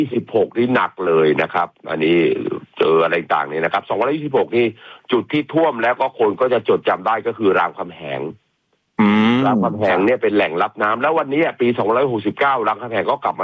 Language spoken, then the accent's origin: Thai; Samut Sakhon, Thailand; born there; now in Bangkok, Thailand; ผมย้ายจากสมุทรสาครนะที่บ้านแถวที่บ้านเกิดผมเนี่ยเข้ามาอยู่กรุงเทพเนี่ยปี2517